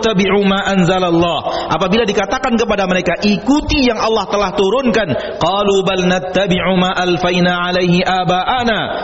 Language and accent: Indonesian; Pekanbaru, Riau, Indonesia; also born or lived in Bukittinggi, West Sumatra; Saya orang Bukit Tinggi, walaupun besar di Pekanbaru.